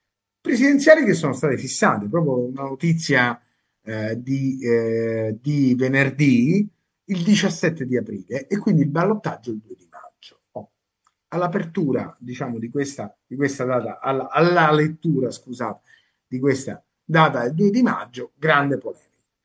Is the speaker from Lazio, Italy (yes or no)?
yes; Rome, Lazio, Italy; da romani particolarmente privilegiati